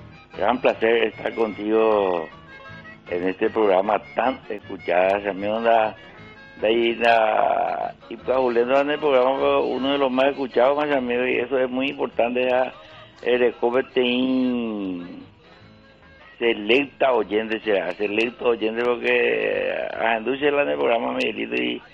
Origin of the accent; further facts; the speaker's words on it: San José de los Arroyos, Caaguazú, Paraguay; also born or lived in Villarrica; Sí, señor … de, somos de San José de los Arroyos